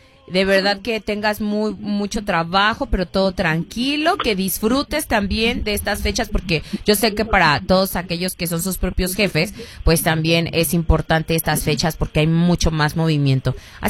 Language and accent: Spanish; Mexico